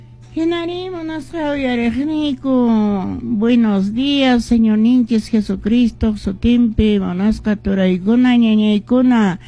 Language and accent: Spanish; Cusco, Peru; ¿Dónde están nuestros hermanos que somos de Cusco, de somos Perú, peruanos?